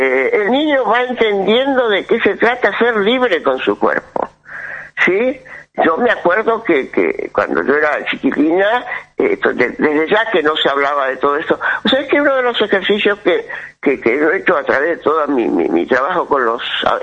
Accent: Argentina; yo soy de Buenos Aires

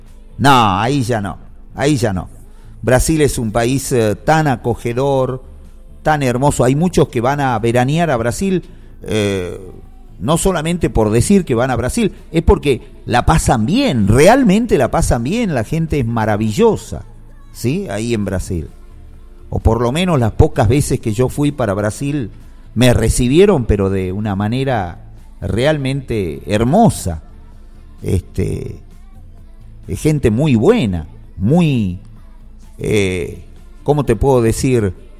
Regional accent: Argentina; Así somos de tontos los argentinos a veces, ¿eh?

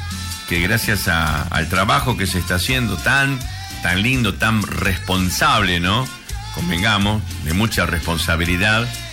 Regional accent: Argentina

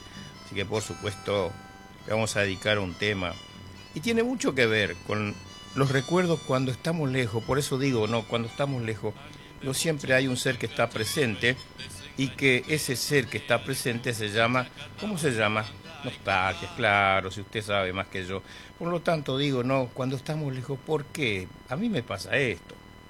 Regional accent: Chaco, Argentina; born there; moved away; also born or lived in Buenos Aires; los saluditos a mi pueblo, presidencia

